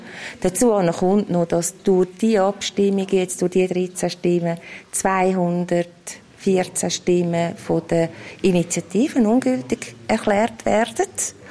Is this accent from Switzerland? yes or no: yes; Switzerland; Es ist aber mein Recht als Bürgerin oder als Schweizerin, dass ich meine Rechte weiter verfolge.